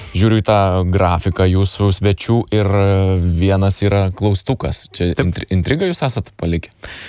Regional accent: Alytus, Alytus County, Lithuania; Aš esu iš Alytaus ir mes sakom, kad esam iš Alytaus.

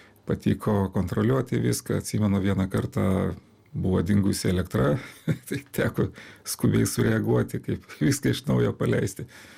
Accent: Panevėžys, Panevėžys County, Lithuania; moved away; aš kilęs iš Aukštaitijos, iš Panevėžio, tai aišku, tartis yra išlyzdavo vis įvairių neteisingų kirčiavimų

